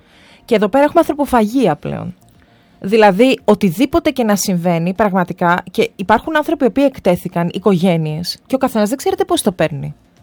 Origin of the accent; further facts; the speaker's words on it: Eastern Macedonia and Thrace, Greece; επειδή εγώ είμαι και από το Βορρά, εγώ είμαι από τον Εύρο ας το πούμε...